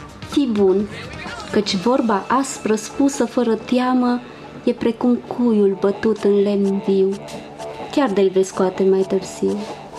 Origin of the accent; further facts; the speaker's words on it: Maramureș County, Romania; accent: Maramureș; moved away; vin de la Maramureș și am un pic accentul de Maramureș care nu a dispărut de tot.